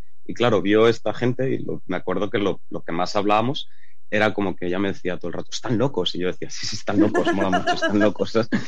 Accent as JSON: {"language": "Spanish", "town": "Barcelona", "region": "Catalonia", "country": "Spain", "said": "en mi ciudad, porque yo soy de Barcelona"}